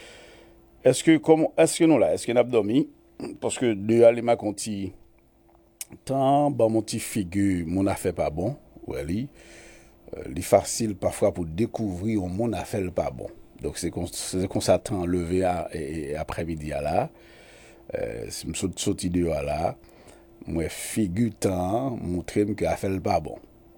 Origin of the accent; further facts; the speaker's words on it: Haiti; now in South Florida, United States; chez nous en Haïti